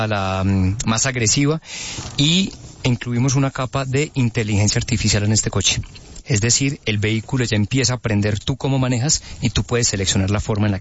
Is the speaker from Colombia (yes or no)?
yes; Colombia; ¿Será que fue en Colombia, en mi país?